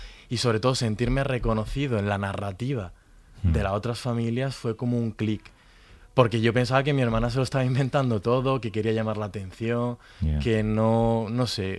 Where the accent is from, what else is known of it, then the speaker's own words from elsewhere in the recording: Granada, Andalusia, Spain; Yo soy de Granada, ¿no? O sea